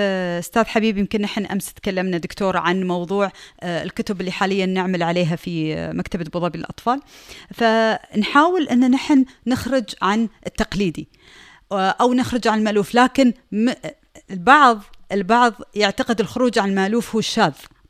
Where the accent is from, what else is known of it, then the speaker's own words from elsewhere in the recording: United Arab Emirates; عندنا في الإمارات